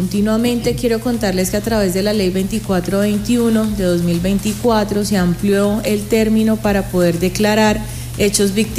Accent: Colombia

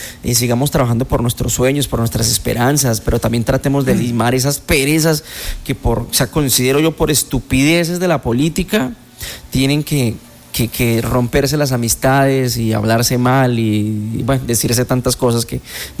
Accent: Colombia; Todos somos colombianos

